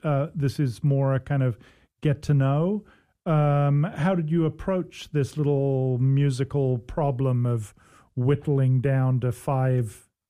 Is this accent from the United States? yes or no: no; Oxford, South East England, United Kingdom; grew up in Oxford.